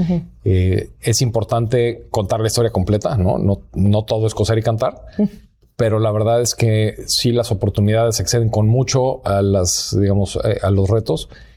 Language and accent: Spanish; Mexico